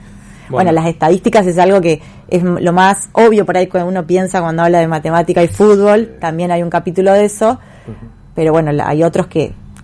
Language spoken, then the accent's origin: Spanish; Ceres, Santa Fe, Argentina; yo soy de Ceres, el club de donde jugaba Alario es de Tostado y participa en la Liga Ceresina